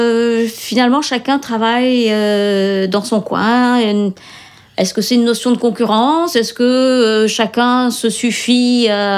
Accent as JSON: {"language": "French", "town": "Saint-Sauveur", "region": "Brittany", "country": "France", "tie": "born or raised there", "also_born_or_lived": "Brest", "said": "Je suis originaire de Saint-Sauveur, là où je suis installée maintenant. J'ai habité 10 ans à Brest, effectivement, puisque j'ai travaillé pendant 10 ans à Brest. Et après, je suis revenue m'installer dans des bâtiments de ferme qui appartenaient à mes parents."}